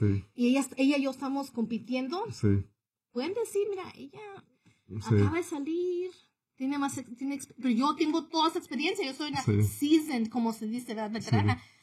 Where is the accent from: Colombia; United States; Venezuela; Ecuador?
United States; Chicago, Illinois; born there; porque yo soy mexicana. Yo nací en Estados Unidos, en Chicago. Hace un año me hice doble ciudadano.